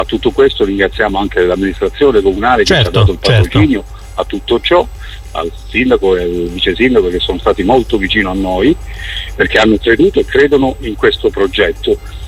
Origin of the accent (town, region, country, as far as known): Calabria, Italy